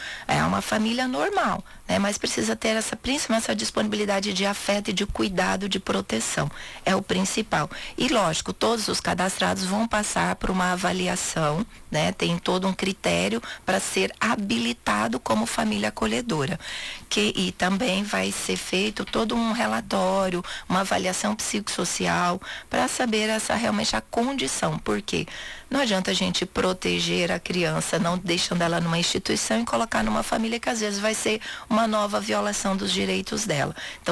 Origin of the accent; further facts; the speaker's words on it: Minas Gerais, Brazil; moved away as an adult; now in Sorriso, Brazil; não sou daqui, eu sou mineira, né? Mas já estou há 16 anos aqui em Sorriso.